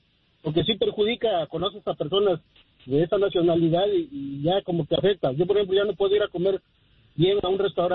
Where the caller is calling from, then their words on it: Mexico; yo como mexicano no me toca juzgar eso.